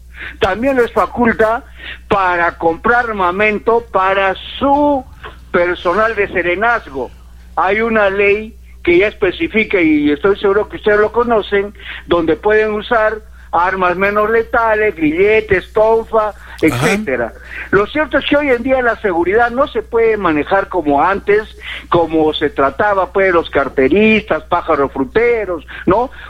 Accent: Arequipa, Peru; yo siempre que llego acá a mi tierra, Arequipa, lo primero que hago es prender la emisora de Radio Más

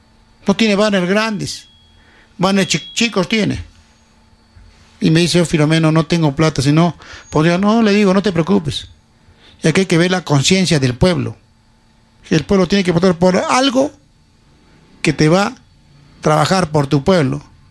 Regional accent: Cerro Colorado, Arequipa, Peru; born there; now in Uchumayo, Peru; No vivo un día, pues. Vivo 20 años. Nacido en Cerro Colorado con mucho orgullo. Cerreño de nacimiento. No lo voy a negar.

